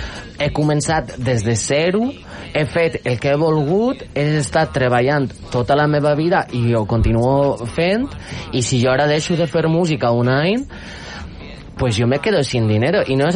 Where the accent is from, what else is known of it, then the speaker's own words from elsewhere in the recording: Magaluf, Balearic Islands, Spain; Jo venc de Magaluf.